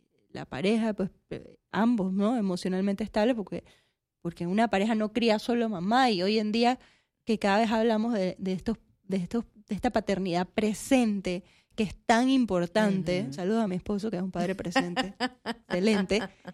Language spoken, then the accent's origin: Spanish; Panama; como panameña me gustaría ver es una educación más apegada a las necesidades de hoy en día.